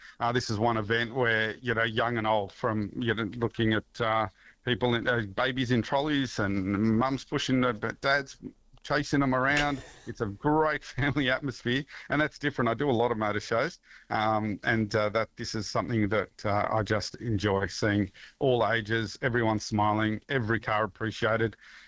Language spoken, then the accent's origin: English; New South Wales, Australia; And just a slight correction for you, I'm from the Snowy Mountains.